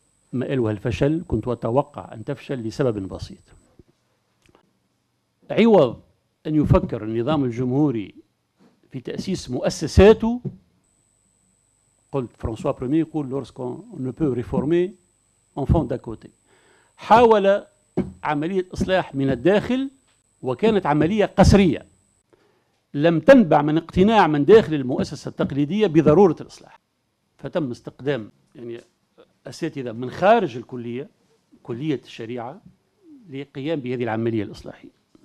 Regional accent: Tunisia; لأنه جرت العادة عندنا في تونس أن نتصور

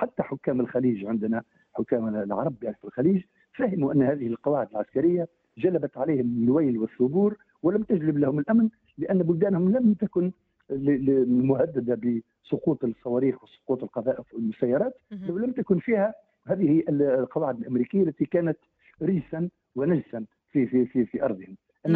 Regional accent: Tunisia; نعم، في بلدنا تونس.

